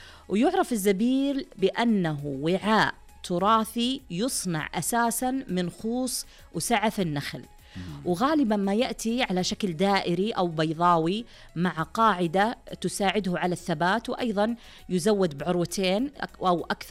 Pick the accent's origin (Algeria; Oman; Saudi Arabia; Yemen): Saudi Arabia